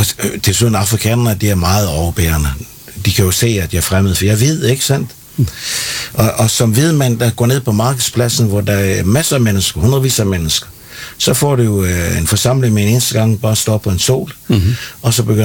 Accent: Capital Region of Denmark, Denmark; Altså, jeg er fisker søn fra Bornholm. Og som dreng så tog jeg også ude i robåden med pilken

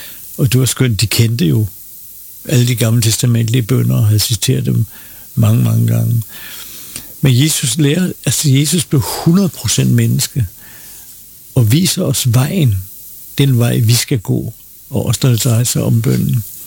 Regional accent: Copenhagen, Capital Region of Denmark, Denmark; now in Bornholm, Denmark; Jeg voksede op på Utterslev Torv i København og gik i Bellerhøjskole.

